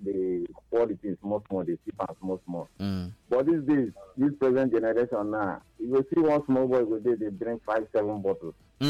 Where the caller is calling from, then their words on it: Isiagu, Ebonyi, Nigeria; I'm calling from Isiagun, Ebonyi State.